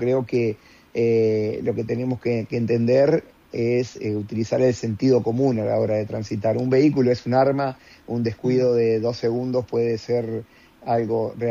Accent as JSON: {"language": "Spanish", "town": "Concordia", "region": "Entre Ríos", "country": "Argentina", "said": "yo soy de Concordia"}